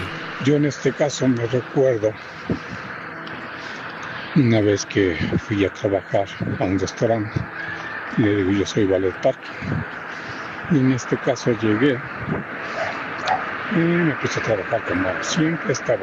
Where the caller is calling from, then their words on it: Puebla, Mexico; de Puebla